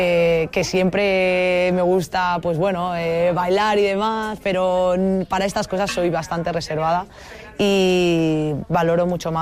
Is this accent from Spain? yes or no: yes; Balearic Islands, Spain; evidentemente somos cuatro mallorquinas y muchísima gente nos escribe y estamos en nuestra casa